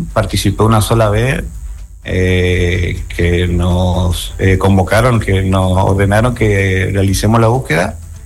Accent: Lavalle, Corrientes, Argentina; also born or lived in Goya, Corrientes; Siempre viví en La Valle, sí.

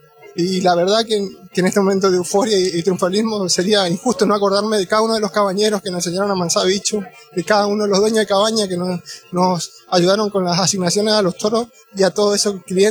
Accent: Villa Ángela, Chaco, Argentina; Así que somos de Villa Ángela Chaco.

